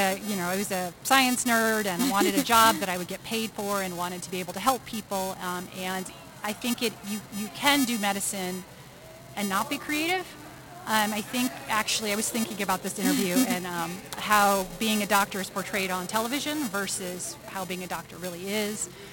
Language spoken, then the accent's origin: English; Washington, District of Columbia, United States; I grew up here in Washington, D.C.